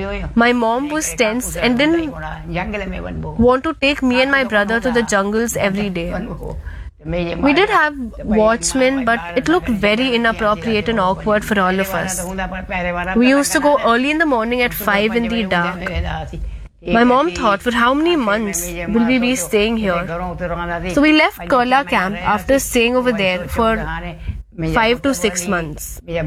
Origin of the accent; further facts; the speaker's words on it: Hyderabad, Sindh, Pakistan; born there; I was born in Hyderabad, Sindh. We all used to stay very happily over there.